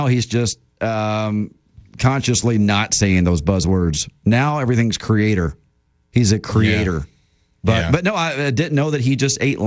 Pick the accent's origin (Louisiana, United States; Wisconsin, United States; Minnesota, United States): Wisconsin, United States; Sir, I'm from Wisconsin. I speak English.